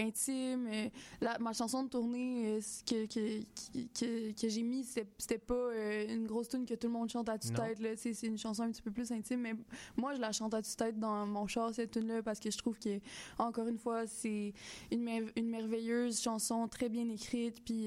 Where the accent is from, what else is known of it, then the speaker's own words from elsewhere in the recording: Douglastown, Quebec, Canada; quand j'étais jeune, très jeune, puis que j'étais chez nous à Douglaston, en Gaspésie